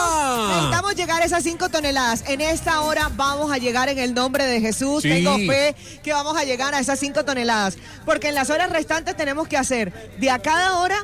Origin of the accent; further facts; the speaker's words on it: Venezuela; now in Colombia; El corazón cuando salí de Venezuela, ¿verdad?